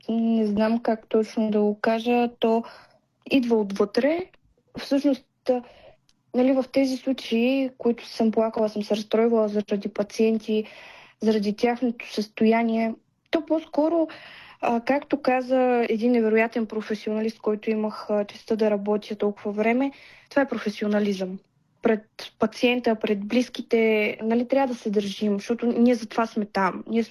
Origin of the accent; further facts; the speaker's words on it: Pleven, Pleven Province, Bulgaria; also born or lived in Sofia; аз след завършването си, нали, вече след официално взетия последен държавен изпит, се прибрах по моя роден край, а именно в Плевен.